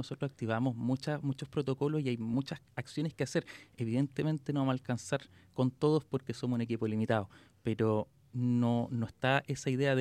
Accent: San Vicente de Tagua Tagua, O'Higgins, Chile; yo soy sanvicentano, estoy trabajando para mi pueblo, para mi gente.

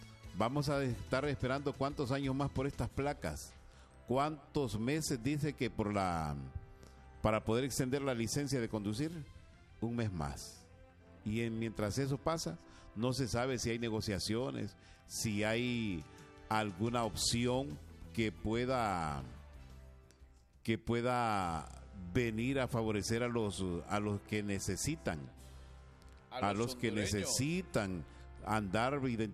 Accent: Honduras

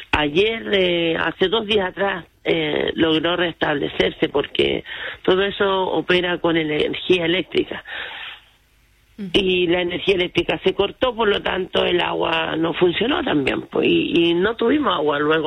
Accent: Quilitapia, Chile; En Quilitapia, mi pueblo, ahí creo que fue la mayor pluviometría de aquí de la comuna, que fueron 519 milímetros.

